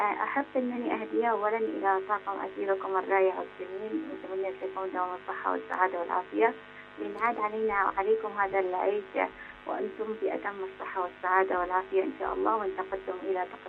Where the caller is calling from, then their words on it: Lahij, Yemen; من محافظة لحج